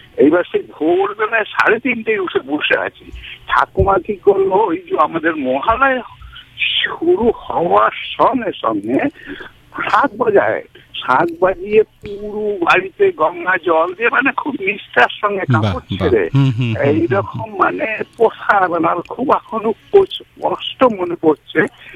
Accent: Sribati, West Bengal, India; আমার পূর্ব বর্ধমান জেলা কাটোয়া থানা শ্রীবাটি গ্রাম, হজ পাল গ্রাম ছিল কিন্তু জমিদারের গ্রাম

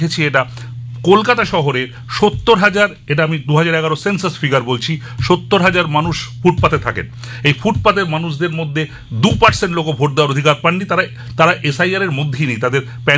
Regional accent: West Bengal, India; আমরা পশ্চিমবঙ্গের প্রতিটি মানুষ

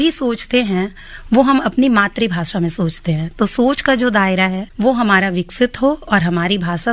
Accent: West Bengal, India; हम बंगाल से हैं

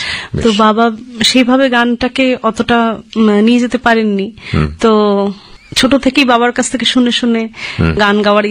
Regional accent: Siliguri, West Bengal, India; moved away as an adult; now in Kolkata, India; আমি থাকি আপাতত এখন দমদমে থাকি, আমার বাড়ি অ্যাকচুয়ালি শিলিগুড়িতে।

